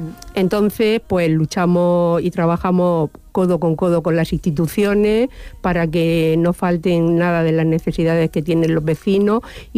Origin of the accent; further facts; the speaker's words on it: Cuesta Blanca, Region of Murcia, Spain; yo, por ejemplo, que soy de Cuesta Blanca, mi madre y mi abuela vivían del campo.